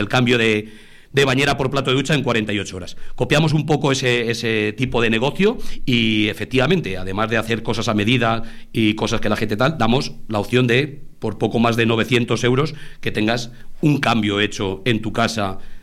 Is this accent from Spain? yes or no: yes; Torrubia del Campo, Castilla-La Mancha, Spain; somos de Torrubia del Campo, como he dicho, los tres socios. En Torrubia del Campo es un pueblo solidario, un pueblo que hace muchísimo tipo de actividades y de eventos.